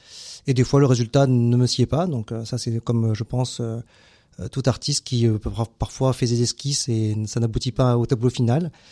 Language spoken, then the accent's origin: French; Montpellier, Occitanie, France; Je suis un Montpellierin pure souche, donc j'ai toujours grandi en ville.